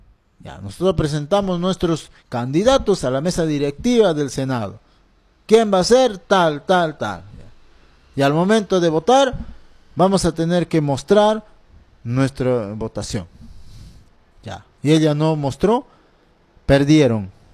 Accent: Jauja, Junín, Peru; como yo soy de Jauja

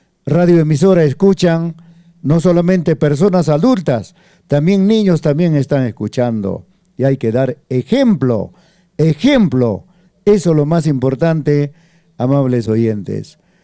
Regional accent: Peru; al final todos seguimos siendo peruanos

